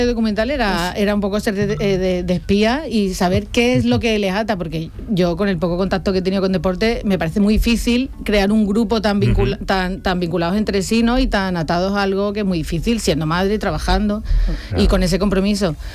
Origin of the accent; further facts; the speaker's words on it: Mairena, Andalusia, Spain; yo soy de Mairena